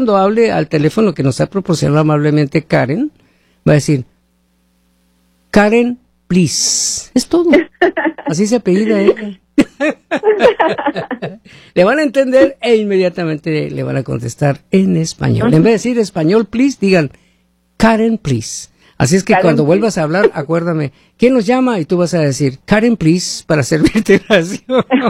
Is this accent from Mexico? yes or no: yes; Mexico; Yo soy de México, y yo empecé en la música cuando tenía 13, 14 años ya, ¿no?